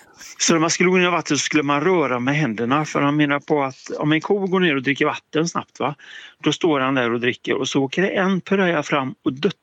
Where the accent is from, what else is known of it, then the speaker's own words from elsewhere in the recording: Gothenburg, Västra Götaland County, Sweden; now in Hammarö, Sweden; jag bor på Hammarö men jag är göteborgare.